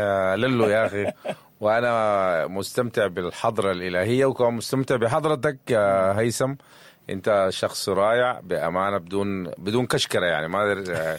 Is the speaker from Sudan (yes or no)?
yes; Sudan